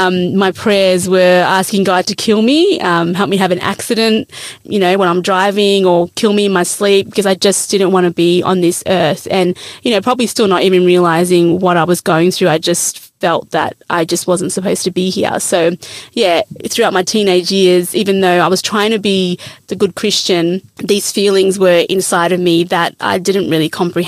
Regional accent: Australia; also born or lived in England / Mauritius; Grew up in Australia.

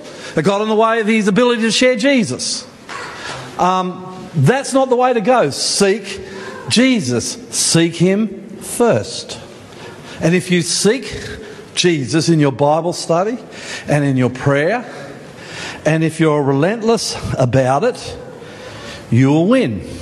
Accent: Brisbane, Queensland, Australia; now in Sydney, Australia; I'm from Brisbane, for better or worse. I said to you the other day, I kind of feel like my hometown now is Sydney.

